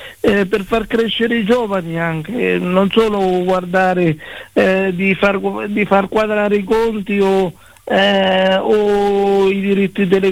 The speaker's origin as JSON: {"language": "Italian", "region": "Marche", "country": "Italy", "moved": "yes", "lives_now": "Rome, Italy", "said": "io ogni tanto passo dalle nostre parti, ovviamente saluto tutti i marchigiani e seguo sempre con molto interesse quello che succede nel nostro territorio"}